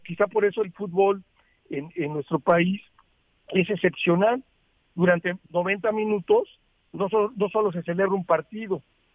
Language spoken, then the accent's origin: Spanish; Mexico; Seguiremos siendo mexicanos, orgullosos de nuestros triunfos, pero también unidos por la derrota.